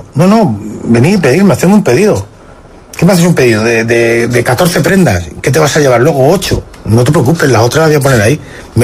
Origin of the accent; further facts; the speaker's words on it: Talavera de la Reina, Castilla-La Mancha, Spain; now in Melilla, Spain; no tenemos pueblos alrededor como puede suceder en Talavera, que yo soy de ahí, de Talavera, en lo cual tienes todos los pueblos de alrededor.